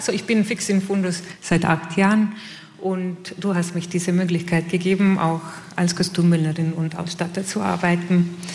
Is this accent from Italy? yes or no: yes; Italy; German is a second language; now in Klagenfurt, Austria; ich bin eben extrem froh, dass ich eine italienische Oper habe natürlich, weil eben für uns Italiener